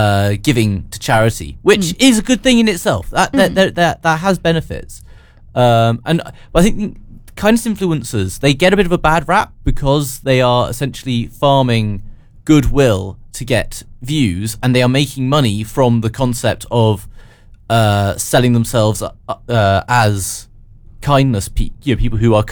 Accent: United Kingdom; we're British.

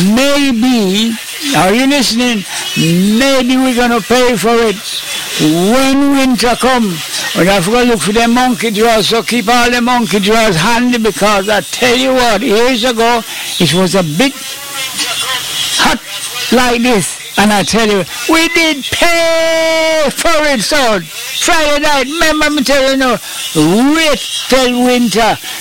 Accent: Jamaica; Put it this way, I'm from Jamdown, I like to eat, I like it hot.

